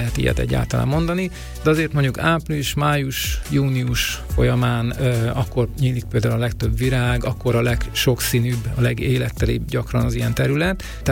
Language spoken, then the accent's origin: Hungarian; Debrecen, Hajdú-Bihar, Hungary; Én Debrecen egyik lakótelepén nőttem fel